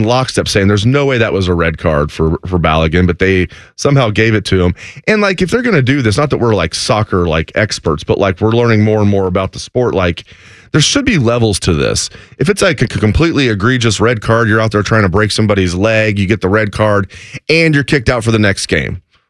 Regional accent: United States; as an American fan

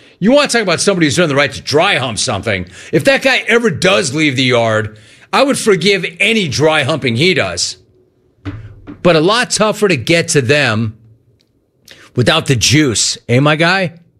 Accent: Los Angeles, California, United States; Hey, I grew up in Los Angeles. I've been a Dodger.

